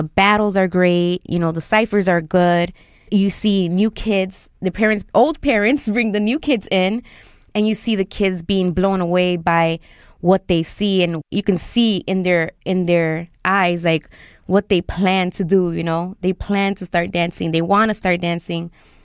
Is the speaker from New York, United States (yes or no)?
no; Chicago, Illinois, United States; Growing up in Chicago, you grow up fierce, you grow up tough, you know?